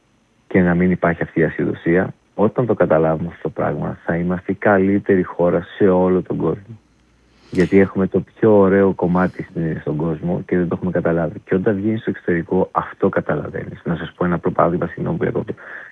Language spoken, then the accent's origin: Greek; Greece; εμείς, σαν Έλληνες